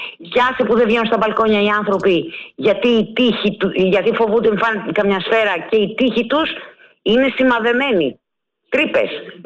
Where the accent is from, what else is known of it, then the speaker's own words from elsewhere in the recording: Greece; χαίρομαι που είμαι Ελληνίδα